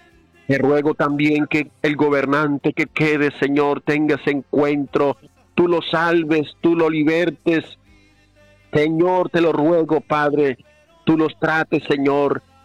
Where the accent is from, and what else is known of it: Colombia